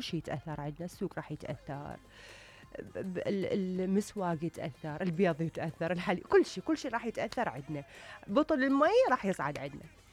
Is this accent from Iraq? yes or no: yes; Iraq; يعني حزين علينا إحنا كعراقيين